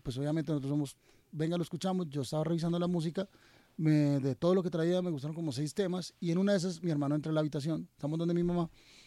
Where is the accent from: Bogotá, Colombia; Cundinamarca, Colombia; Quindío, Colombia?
Bogotá, Colombia; also born or lived in Cali; Nací en Cali, pero soy muy de Bogotá, o sea, toda mi vida en Bogotá.